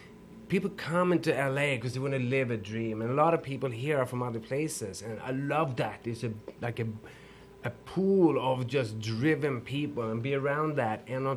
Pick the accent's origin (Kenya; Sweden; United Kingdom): Sweden; Stockholm, Stockholm County; English is a second language; now in United States; I'm from Sweden. I grew up in Stockholm, Sweden.